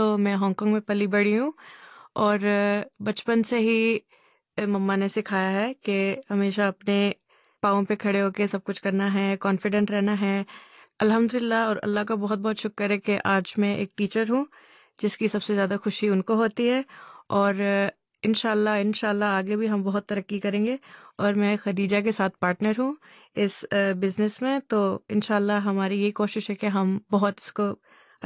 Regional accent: Hong Kong; So, as you know, if you're born and raised in Hong Kong, you definitely have a certain routine.

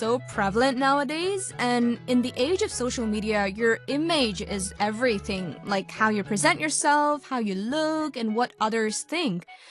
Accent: Hong Kong; growing up in Hong Kong

